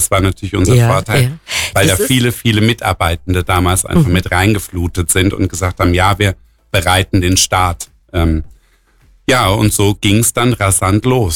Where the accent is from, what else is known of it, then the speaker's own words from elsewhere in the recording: Germany; moved away as an adult; now in Allgäu, Germany; wie man hört, bin ich auch nicht hier aus der Region, sondern ich komme aus dem Metropolregion Rhein-Neckar, wie es so schön heißt.